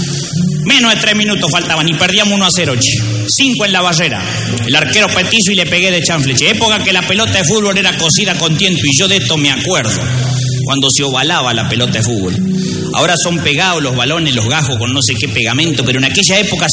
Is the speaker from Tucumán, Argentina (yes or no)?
no; El Trigo, Buenos Aires, Argentina; jugaban los de mi pueblo, el Trigo